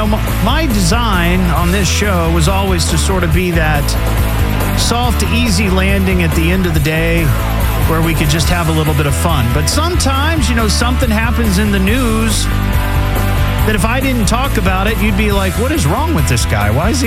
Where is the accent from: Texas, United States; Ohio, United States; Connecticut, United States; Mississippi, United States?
Ohio, United States; Beavercreek; I grew up in Beaver Creek, so the mall that I primarily went to with my friends, my mom and dad, whoever, was the Dayton Mall.